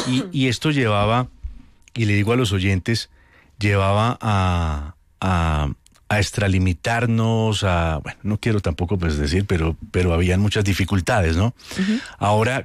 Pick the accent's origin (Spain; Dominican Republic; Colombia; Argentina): Colombia; ¿Los colombianos somos apostadores